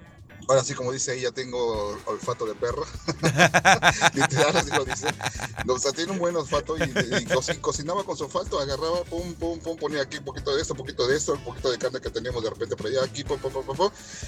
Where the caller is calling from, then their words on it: Yucatán, Mexico